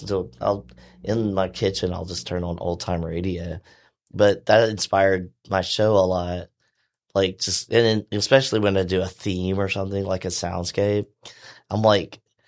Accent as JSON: {"language": "English", "town": "Mobile", "region": "Alabama", "country": "United States", "also_born_or_lived": "Theodore, Alabama", "said": "So anyway, we're all from Mobile. Mm-hmm."}